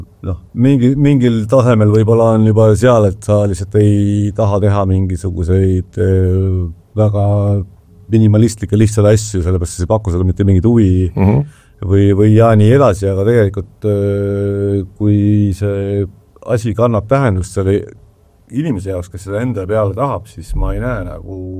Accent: Tallinn, Harju County, Estonia; mu sõber Aivo Erin kelle ma kasvasin Roosikiresti tänaval

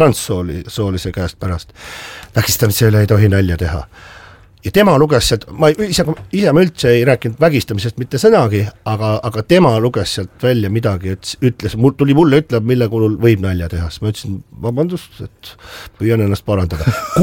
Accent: Tallinn, Harju County, Estonia; born there; mina olen tegelikult praktiliselt selle maja naaber sünnipäraselt, et ma olen ju seal Hiiu pubi vastas on lillepoekane koheline maja, see on minu sünnikodu seal.

